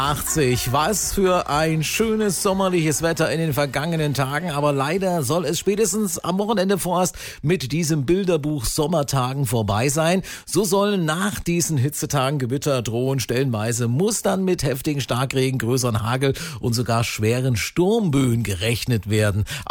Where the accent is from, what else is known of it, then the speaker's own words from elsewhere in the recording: Thuringia, Germany; Das ist Musik aus meiner Heimat, aus Thüringen